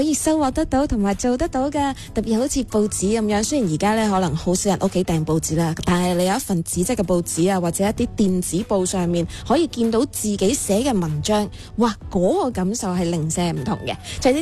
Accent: Guangdong, China; 我哋广东人啦，对于呢一个饮食啊，同埋一啲食疗嘅搭配咧，系真系特别醒嘅。

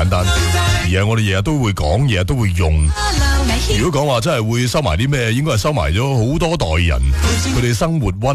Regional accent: Guangdong, China; 其实背后都有好多我哋广府人嘅古仔。

